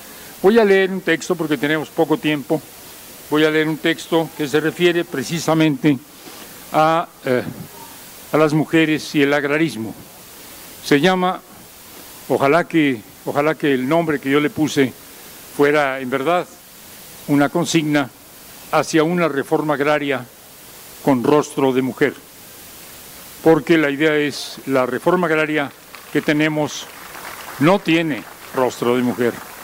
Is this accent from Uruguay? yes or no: no; Mexico City, Mexico; Somos vecinos, yo soy chilango, vivo en la Ciudad de México.